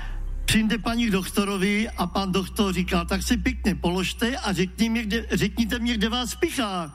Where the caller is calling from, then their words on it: Kokory, Olomouc Region, Czechia; já jsem z Přerova, z Kokor.